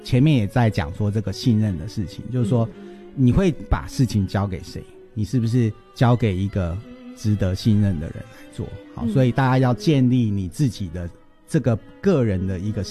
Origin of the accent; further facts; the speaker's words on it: Taiwan; 这些我们都是台湾人